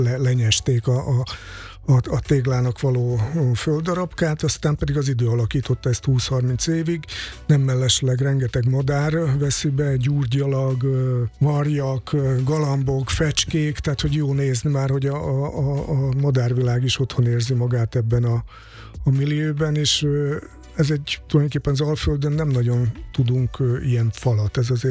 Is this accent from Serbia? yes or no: yes; Kishegyes, Vojvodina, Serbia; és értem szerint innen származom, Kishegyesről, és akkor meghívom őket, hogy gyertek el.